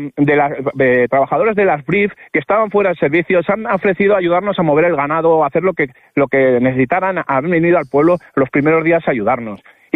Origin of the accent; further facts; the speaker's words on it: Layna, Castile and León, Spain; el mayor está en mi pueblo, en Laina, sí, que, sí, que yo también soy de Laina